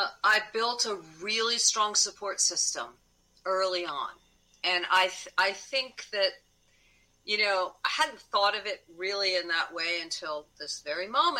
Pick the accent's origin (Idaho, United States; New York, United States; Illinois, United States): New York, United States; also born or lived in California; Well, I grew up in New York and went to Rhode Island School of Design, moved out to California and went to graduate school.